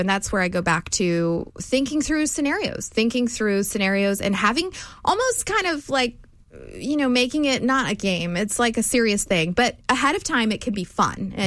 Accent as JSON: {"language": "English", "town": "Houston", "region": "Texas", "country": "United States", "tie": "born or raised there", "said": "I was born and raised in Houston. I love Houston."}